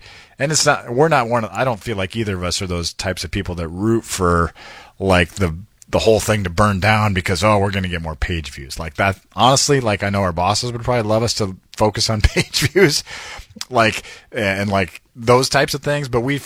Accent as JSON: {"language": "English", "town": "Iowa City", "region": "Iowa", "country": "United States", "tie": "born or raised there", "said": "I grew up in Iowa City. I grew up rooting for the Hawkeyes."}